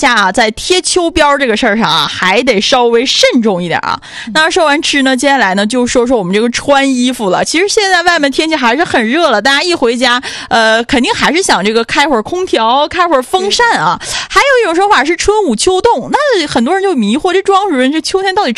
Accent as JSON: {"language": "Chinese", "region": "Northeast China", "country": "China", "said": "咱们东北人其实是比较喜欢爱吃这些像肥甘厚味的"}